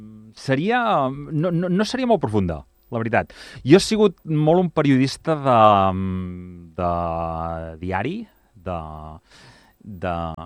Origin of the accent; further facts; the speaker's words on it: Igualada, Catalonia, Spain; jo sóc d'Igualada